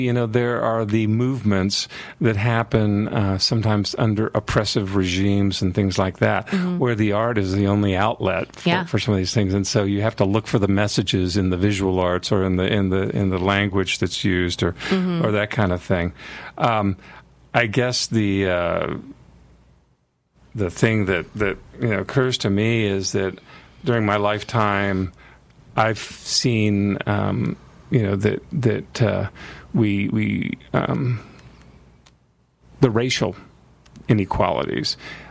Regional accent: United States; as a member of the community and as an American

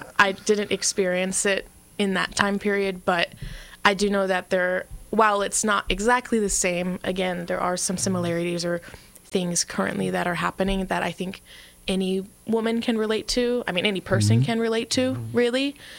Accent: Texas, United States; I bring out my natural accent because I'm from Texas

